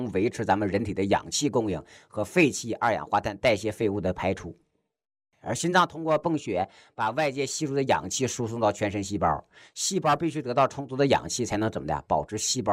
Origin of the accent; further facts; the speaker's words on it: China; 你看我们中国人喜欢用个词儿叫什么，叫气绝身亡。